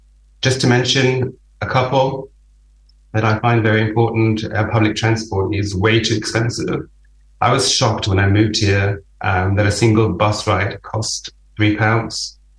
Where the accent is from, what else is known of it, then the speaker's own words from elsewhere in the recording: Germany; also born or lived in Chile; now in Brighton, United Kingdom; I was born in Chile, grew up in Germany, and for the last 12 years, I've called the UK home together with my husband and my senior dog. I live in Queen's Park